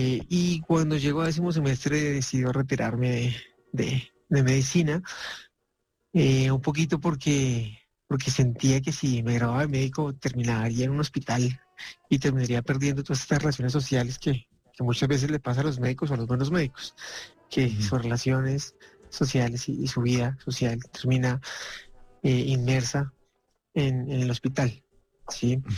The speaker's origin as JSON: {"language": "Spanish", "region": "Bogotá", "country": "Colombia", "tie": "born there", "said": "Yo nací en Bogotá. Ajá. Una comunidad tradicional. Y pues nada, afortunadamente, a Dios gracias, crezco alrededor de Colombia."}